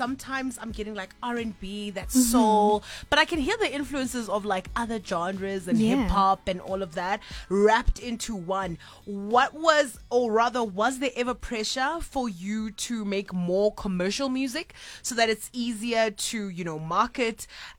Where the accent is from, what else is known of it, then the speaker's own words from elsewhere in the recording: Kimberley, Northern Cape, South Africa; I'm a Kimberley girl.